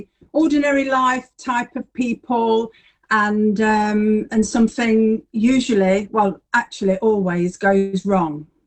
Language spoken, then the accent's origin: English; Kirkby-in-Ashfield, East Midlands, United Kingdom; also born or lived in Nottingham; So, as you said, I grew up in Kirkby and Ashfield, went to school there at what was called Kirkby Centre then, but Kirkby College now. And then I went to college in Nottingham.